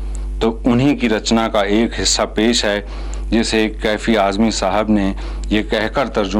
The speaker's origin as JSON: {"language": "Hindi", "town": "Jandiala Sher Khan", "region": "Punjab", "country": "Pakistan", "tie": "born or raised there", "moved": "yes", "said": "मेरा गांव है जंडियाला शेर खां, जिला शेखुपुरा, जो पाकिस्तान में है।"}